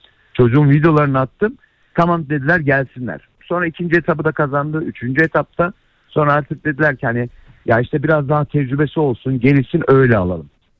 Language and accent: Turkish; Istanbul, Turkey; Ya ben İstanbul'dan.